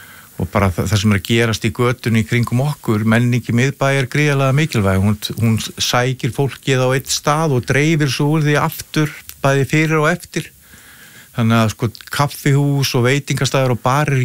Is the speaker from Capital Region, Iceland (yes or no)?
no; Vestmannaeyjar, Southern Region, Iceland; ég fættur uppalinn í Vestmannaeyjum og búin að vera 35 heilum þjóðatíðum